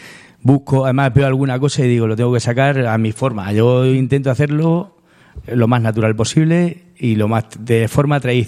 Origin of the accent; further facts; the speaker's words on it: Torrenueva, Castilla-La Mancha, Spain; Yo soy un apasionado de mi tierra, de La Mancha, sí. de Ciudad Real y de mi, vamos, de donde vivo, dicen, de mi pueblo. Yo no hay cosa que más pueda querer que mi pueblo